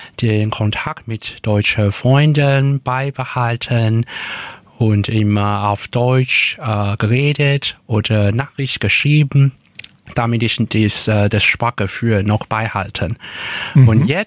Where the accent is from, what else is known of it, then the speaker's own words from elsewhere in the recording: Taiwan; accent: Hokkien; first language Taiwanese Hokkien; German is a second language; aber auf meinem Dialekt Hokkien ist Zui. Deswegen, ich würde sagen, dass es kann man mit Hochdeutsch und Bayerisch vergleiche.